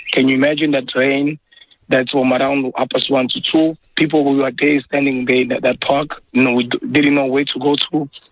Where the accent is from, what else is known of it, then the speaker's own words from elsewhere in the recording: DR Congo; To be quite honest with you, we have no choice, because I'm from Congo, the country where I come from. There's war.